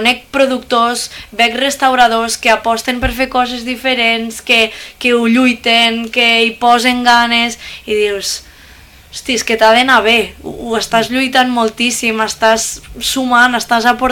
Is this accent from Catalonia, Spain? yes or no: yes; Lleida, Catalonia, Spain; Sempre diem, ho diem amb la boca petita, que som de Lleida